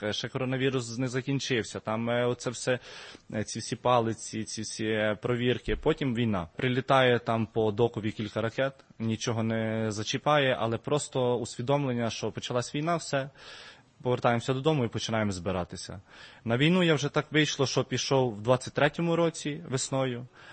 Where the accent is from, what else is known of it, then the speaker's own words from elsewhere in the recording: Vinnytsia, Vinnytsia Oblast, Ukraine; Я сам з Вінниці.